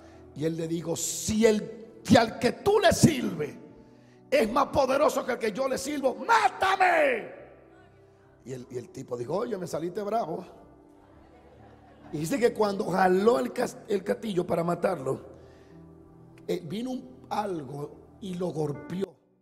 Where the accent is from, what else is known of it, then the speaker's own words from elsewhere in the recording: Dominican Republic; Ustedes saben que en mi país la luz no es que viene, no es que se va, es que no viene casi. Pero amamos nuestro país.